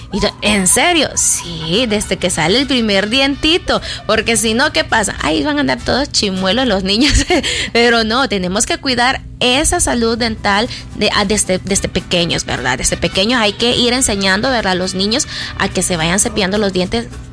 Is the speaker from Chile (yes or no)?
no; El Salvador; como salvadoreños quizás somos un poco descuidados.